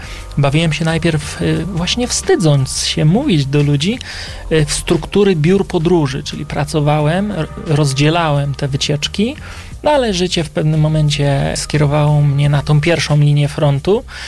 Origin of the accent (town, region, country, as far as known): Kielce, Świętokrzyskie Voivodeship, Poland